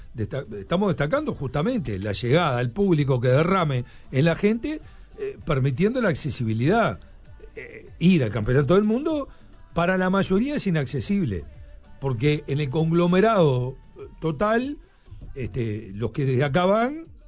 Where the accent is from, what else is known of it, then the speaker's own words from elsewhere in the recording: Uruguay; nosotros somos uruguayos menos mal.